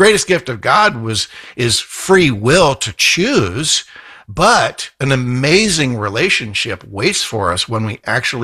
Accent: California, United States; now in West Virginia, United States; West Virginia was an absolute choice because I came from California.

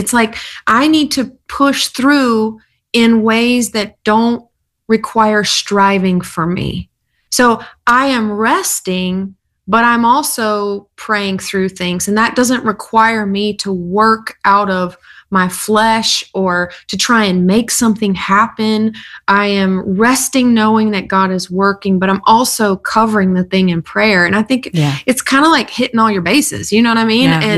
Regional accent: South Carolina, United States; Well, I grew up in South Carolina on a lot of acreage in a trailer out in the middle of nowhere.

